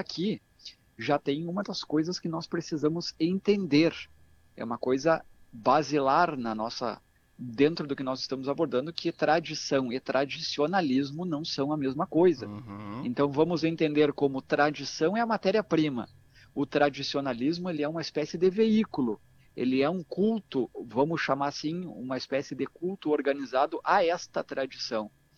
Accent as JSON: {"language": "Portuguese", "region": "Rio Grande do Sul", "country": "Brazil", "said": "nós, como gaúchos, temos sim uma cultura muito forte"}